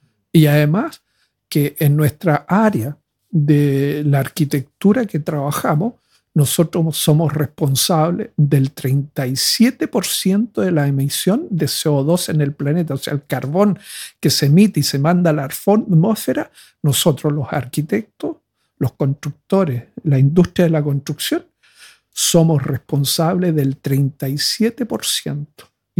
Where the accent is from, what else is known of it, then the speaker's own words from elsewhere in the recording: Chile; yo vengo de Chile, ¿ya? Y en Chile nosotros tenemos dos grandes límites. Uno es el Océano Pacífico y el otro es la cordillera de los Andes. Entonces nosotros vivimos como apretados así en 200 kilómetros de ancho y 5.000 kilómetros de largo.